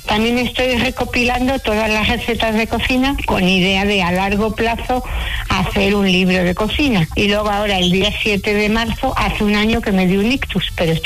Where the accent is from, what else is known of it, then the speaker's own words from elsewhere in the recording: Madrid, Community of Madrid, Spain; now in Seville, Spain; Mira, yo soy madrileña, pero vivo en Sevilla hace ya años.